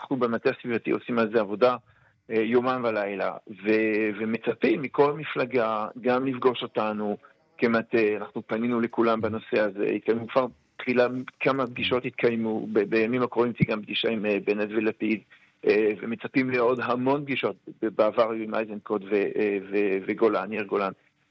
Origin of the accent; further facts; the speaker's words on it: Jerusalem, Jerusalem District, Israel; אני כירושלמי יכול ככה חווה את זה מדי שנה.